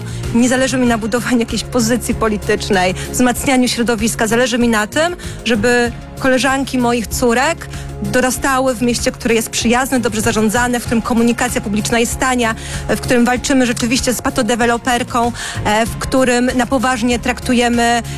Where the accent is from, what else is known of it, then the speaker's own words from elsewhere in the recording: Sosnowiec, Silesian Voivodeship, Poland; born there; now in Kraków, Poland; Nie, urodziłam się w Sosnowcu i tak jak bardzo wielu Krakowian wybrałam Kraków jako swoje miasto do życia.